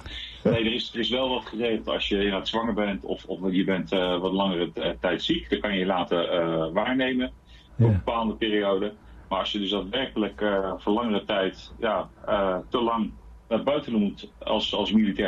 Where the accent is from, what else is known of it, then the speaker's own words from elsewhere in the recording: Rhenen, Utrecht, Netherlands; also born or lived in Gorinchem; in 1980, dus dat betekent dat ik nu 45 jaar ben. 46 wordt dit jaar. Ik ben uiteindelijk geboren in Gorinchem, maar eigenlijk opgegroeid getogen in Rhenen. Niet Rhenen, maar Rhenen bij Wageningen.